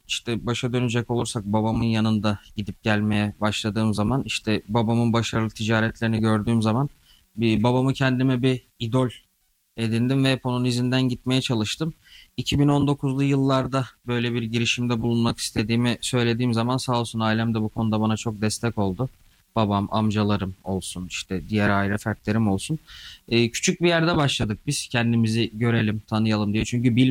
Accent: Bursa, Turkey; ben doğma büyüme Bursalıyım ama kalbimiz tabii ki baba vatanımızda. Amasya ile bağımızı hiçbir zaman kesmedik.

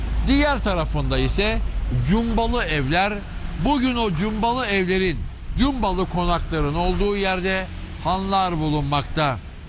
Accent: Istanbul, Turkey; Ben Cerrahpaşa doğumluyum. Kumkapı'da, Yenikapı'da, Kadırga'da, Laleli'de caddelerin ve sokakların insanlarla dolu olduğu günleri biliyorum. Kadırga sokaklarına top oynamaya gittiğimiz günleri biliyorum.

